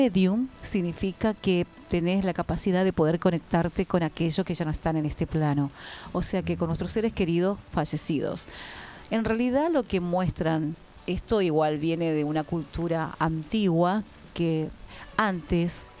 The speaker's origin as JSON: {"language": "Spanish", "country": "Paraguay", "moved": "yes", "lives_now": "Argentina", "said": "ya hace 22 años que estoy en Argentina, pero me siento más paraguaya que la mandioca"}